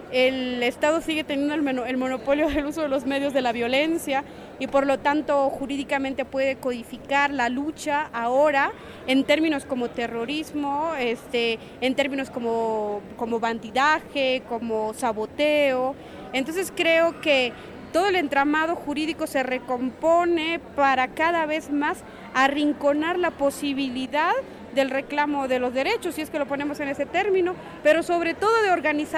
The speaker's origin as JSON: {"language": "Spanish", "country": "Guatemala", "also_born_or_lived": "Santiago, Chile", "said": "soy maya quiché de Guatemala. Yo soy maya quiché de Guatemala, estudié la maestría en filosofía latinoamericana en Santiago de Chile"}